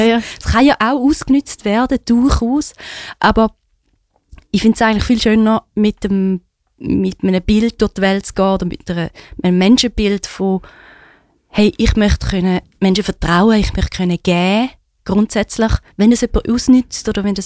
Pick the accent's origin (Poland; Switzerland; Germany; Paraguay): Switzerland; ich bin in der Schweiz geboren, Schweizer Pass, Schweizer Ausbildung und alles da genossen